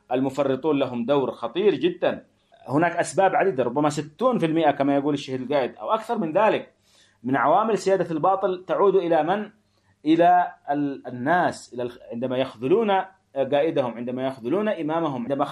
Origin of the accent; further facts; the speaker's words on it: Yemen; عندما يعتقدون دم حلية دمائنا نحن كيمنيين